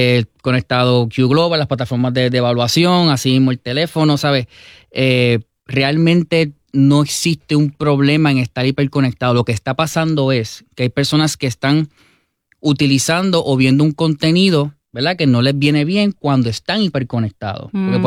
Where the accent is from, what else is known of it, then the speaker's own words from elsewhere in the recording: Cidra, Puerto Rico; De Sidra, Puerto Rico.